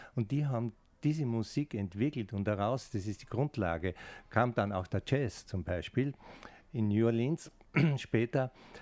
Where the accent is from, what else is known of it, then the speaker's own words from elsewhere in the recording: Styria, Austria; Ich komme ja aus der Steiermark, da heißt es bei uns Blaudruck, zum Färben von Stoffen.